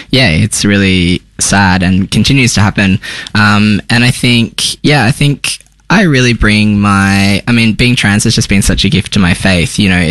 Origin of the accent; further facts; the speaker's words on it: Tamworth, New South Wales, Australia; also born or lived in Sydney; now in Melbourne, Australia; I grew up in Tamworth. I moved to Sydney, did my studies, started the church there